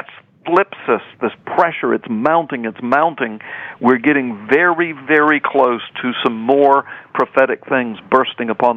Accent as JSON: {"language": "English", "region": "Michigan", "country": "United States", "tie": "born or raised there", "said": "I was raised in Michigan for a few years in my early life"}